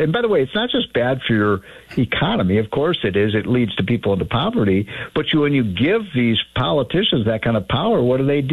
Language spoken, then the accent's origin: English; Chicago, Illinois, United States; moved away; As you know, I'm from Chicago.